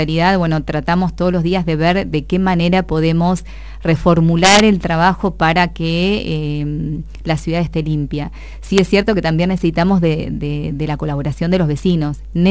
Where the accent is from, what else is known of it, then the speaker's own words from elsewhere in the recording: General Villegas, Buenos Aires Province, Argentina; somos vecinos de General Villegas